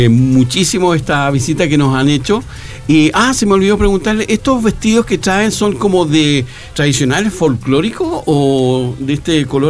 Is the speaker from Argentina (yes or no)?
no; Chile; nosotros los chilenos somos un poco tiesos.